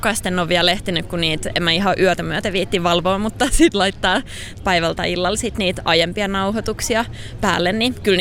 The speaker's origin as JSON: {"language": "Finnish", "town": "Salo", "region": "Southwest Finland", "country": "Finland", "tie": "born or raised there", "said": "Mä oon Salosta kotoisin"}